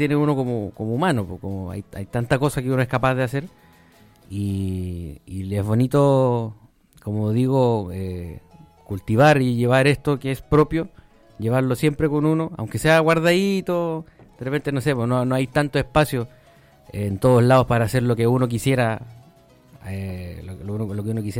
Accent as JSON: {"language": "Spanish", "town": "Curicó", "region": "Maule", "country": "Chile", "said": "como curicanos, como maulinos, qué sé yo, a la larga como chilenos igual"}